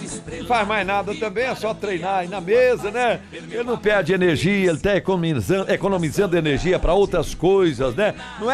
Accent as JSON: {"language": "Portuguese", "region": "Minas Gerais", "country": "Brazil", "tie": "born there", "moved": "yes", "said": "mãe mudou pra Tocantins, pra Formoso do Araguaia. E agora mudei a rota, né? Mas vou visitar Minas Gerais, que está no meu coração sempre, a terra onde eu nasci"}